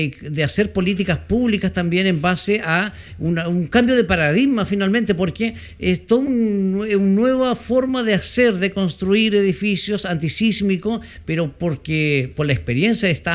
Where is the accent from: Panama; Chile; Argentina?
Chile; Para nosotros, como chilenos, es un temblor.